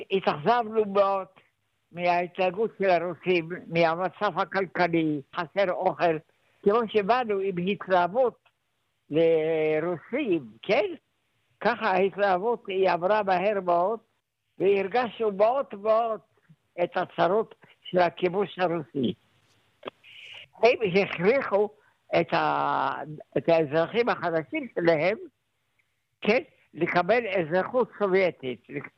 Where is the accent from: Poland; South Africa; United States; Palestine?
Poland; now in Israel; פולין לא הייתה, לא אהבה יותר מדי את היהודים. ולכן אנחנו הרגשנו את העוינות של האוכלוסייה הפולנית אלינו.